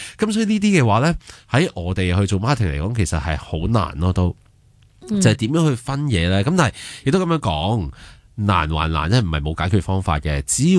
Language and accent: Cantonese; Hong Kong; 我有时都会觉得有啲大香港心态嘅，即系我哋香港人。